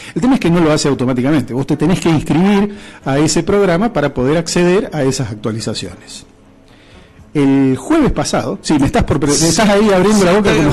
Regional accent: Argentina

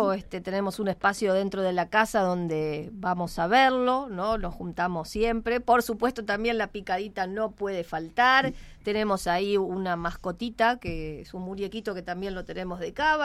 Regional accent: Argentina

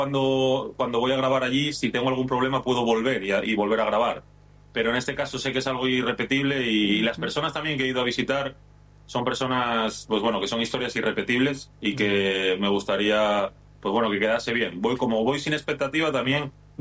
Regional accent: Candás, Asturias, Spain; Yo soy de Asturias, de un pueblecito que se llama Candás, en la costa. En la costa del norte de España.

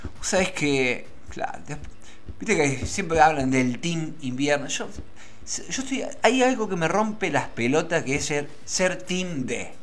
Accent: Argentina

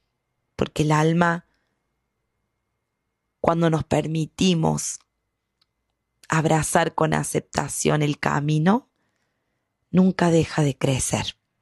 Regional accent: Argentina

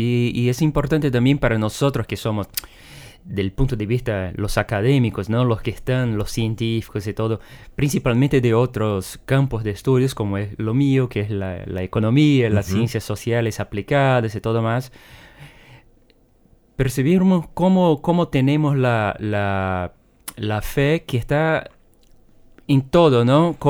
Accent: Argentina; moved away as an adult; Cuando vinimos como familia argentina

